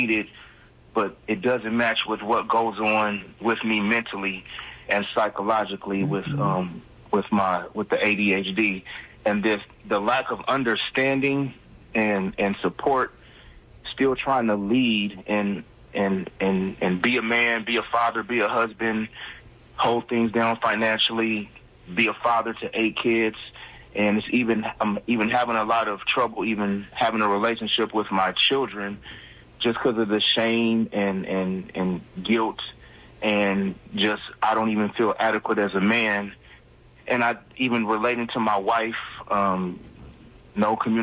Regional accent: California, United States; Yeah, I was diagnosed. I'm from California. I was diagnosed a few years ago back in California.

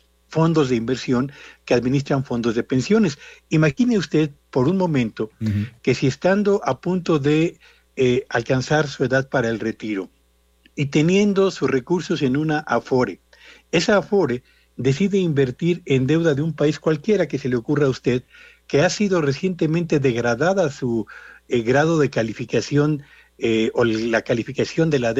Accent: Mexico

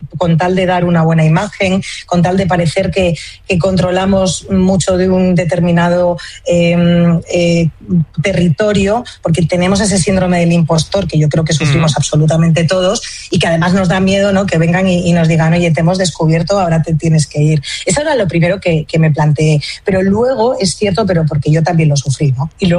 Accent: Castile and León, Spain; yo soy leonesa, me siento muy leonesa, pero también tengo buena parte de la familia gallega

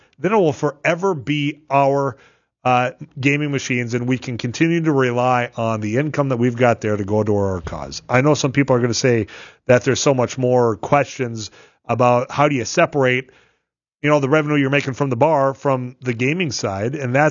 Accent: North Dakota, United States; people don't have to drive 30 miles from my hometown, or I guess 40, because you got to go down, Highway 20, going south to Devil's Lake there.

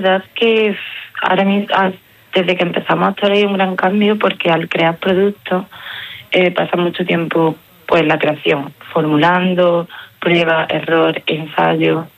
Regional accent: Pozoblanco, Andalusia, Spain; en mi ciudad, en mi pueblo

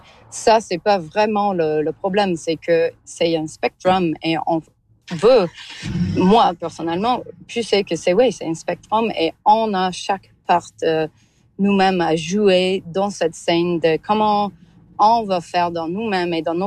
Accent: Alberta, Canada; Ben, en fait, la base, moi, je viens de l'Alberta.

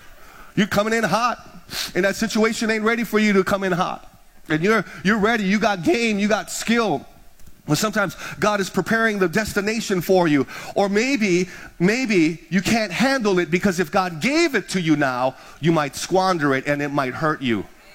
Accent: Big Island, Hawaii, United States; I'm from the Big Island.

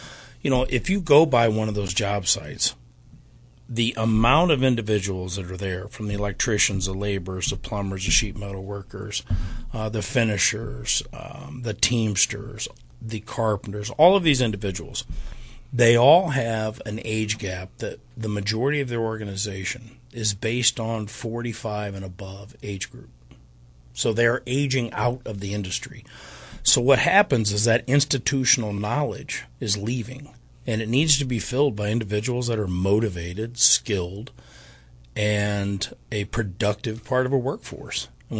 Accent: Springfield, United States; Born and raised in Springfield. Third generation and actually fourth generation here in Springfield.

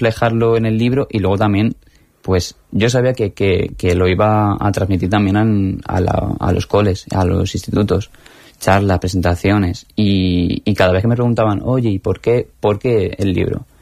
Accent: Córdoba, Andalusia, Spain; born there; moved away

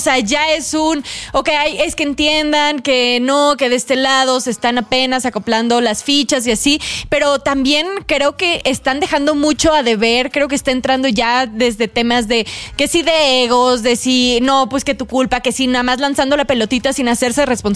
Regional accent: Mexico; nosotros como mexicanos

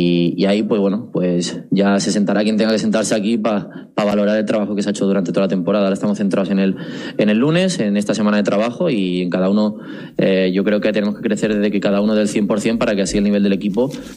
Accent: Catalonia, Spain; moved away as an adult; Sí, bueno, al final hasta los 18 viví allí, soy catalán, tengo mucha familia allí

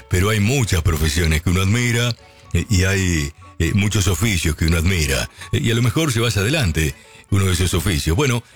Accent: Lincoln, Buenos Aires Province, Argentina; moved away; Cuando yo salí del pueblo, yo salí de Lincoln, alguna vez me dijo mi viejo, y mi vieja también me lo recalcó, Dios aprieta, pero no ahorca.

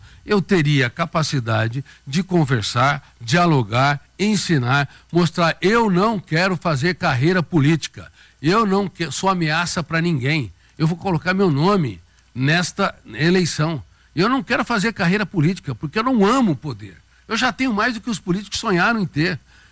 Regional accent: Colina, São Paulo, Brazil; born there; na minha querida cidade, onde eu nasci, Colina.

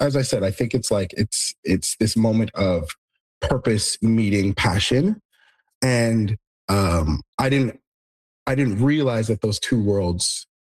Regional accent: Canada; As a Canadian

